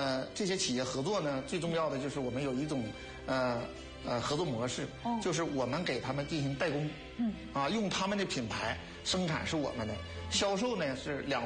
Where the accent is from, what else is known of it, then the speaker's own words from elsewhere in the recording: Changchun, Jilin, China; now in Wangqing, China; 2011年我们来到了吉林汪清，来了之后呢被大深山所吸引，因为我长春人，没见过这么高的山。